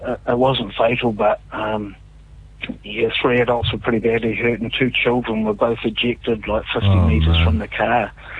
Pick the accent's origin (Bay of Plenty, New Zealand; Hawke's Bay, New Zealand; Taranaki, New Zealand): Taranaki, New Zealand; Eltham; moved away; also born or lived in Urenui; I grew up in Uranui and Eltham.